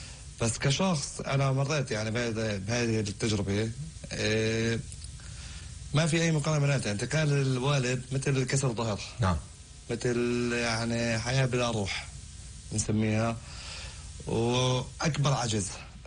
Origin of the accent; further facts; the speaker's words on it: Palestine; جميعنا معرضين يعني كفلسطينيين لأي اعتقال سواء إداري أو غيره،